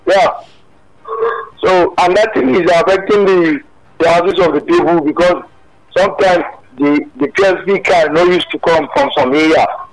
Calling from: Agege, Lagos, Nigeria; I'm calling from Agege.

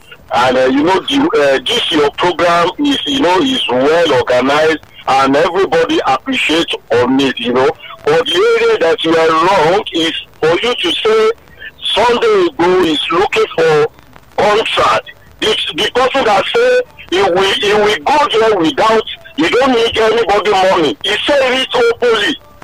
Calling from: Ayobo, Lagos, Nigeria; Yes, sick with Allah. From Ayobo.

